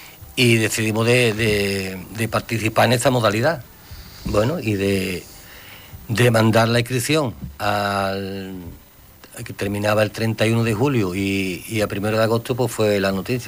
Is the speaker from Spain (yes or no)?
yes; Morón de la Frontera, Andalusia, Spain; ¿de dónde soy? De Morón de la Frontera. No de Sevilla. ¿Pero esto por dónde está? Sevilla, sí, pero que nosotros somos de Morón.